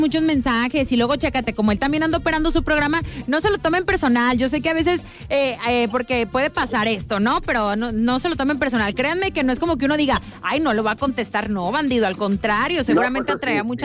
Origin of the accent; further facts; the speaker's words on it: Jalisco, Mexico; now in Baja California Sur, Mexico; Yo soy de Tepatitlán, de Morelos, Jalisco. Pero acá andamos de bandidos en Los Cabos.